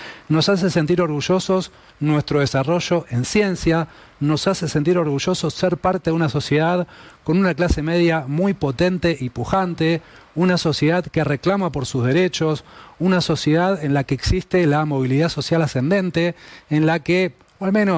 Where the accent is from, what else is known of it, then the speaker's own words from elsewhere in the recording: Argentina; es parte de lo que somos como argentinos.